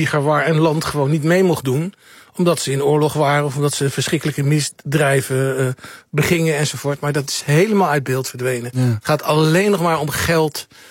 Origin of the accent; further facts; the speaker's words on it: Vorden, Gelderland, Netherlands; Kijk, ik kom nu uit Voorde, uit de Achterhoek.